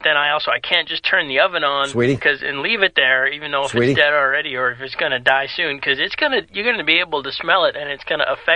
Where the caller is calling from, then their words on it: Sweden; No, it's really … And I'm calling from Sweden.